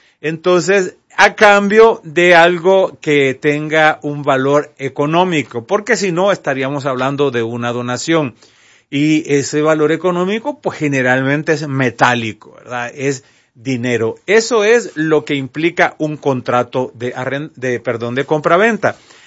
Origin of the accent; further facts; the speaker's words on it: Tegucigalpa, Francisco Morazán, Honduras; no estoy hablando mal de mi pueblo, porque mi ciudad Tegucigalpa yo la adoro, aquí me muevo yo como en mi casa.